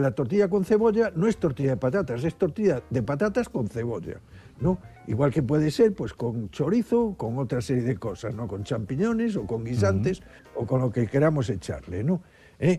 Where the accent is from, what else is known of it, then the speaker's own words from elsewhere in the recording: Betanzos, Galicia, Spain; Pues bueno, yo como también soy de Betanzos en esto, prefiero sin cebolla, ¿no?